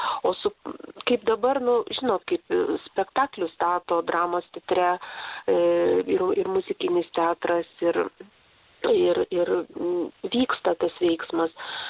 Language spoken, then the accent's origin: Lithuanian; Vilnius, Vilnius County, Lithuania; now in Klaipėda, Lithuania; aš kaip Vilnietė lyg šiol galvoju